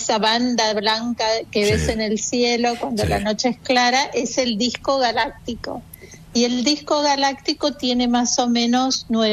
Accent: Argentina; moved away as an adult; now in Netherlands; Yo me fui de Argentina primero en el 96 a hacer la tesis en Leiden, en los Países Bajos

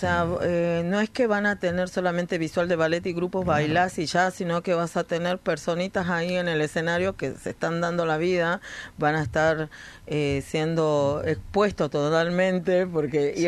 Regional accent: Jujuy, Argentina; now in Patagonia, Argentina; Soy jujeña

